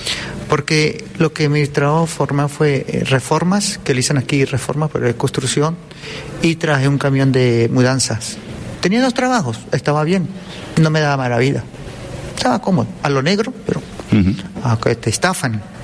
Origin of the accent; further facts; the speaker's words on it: Caracas, Capital District, Venezuela; also born or lived in Trujillo, Venezuela; Yo soy, nací en Trujillo, me crié en Caracas, Venezuela.